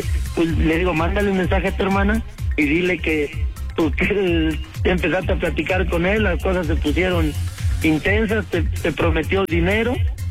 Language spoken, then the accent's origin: Spanish; Acatlán de Osorio, Puebla, Mexico; also born or lived in State of Mexico; Yo nací aquí en México, ajá, en el estado, pero de niño, ya sabes, por las situaciones que pasan entre la familia, me tuve que ir a vivir a Puebla.